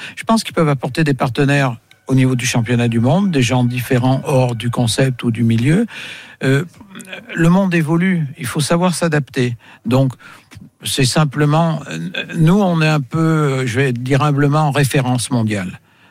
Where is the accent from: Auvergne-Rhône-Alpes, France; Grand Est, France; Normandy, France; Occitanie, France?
Auvergne-Rhône-Alpes, France; Non, non, c'est bon, moi, je suis auvergnat, alors.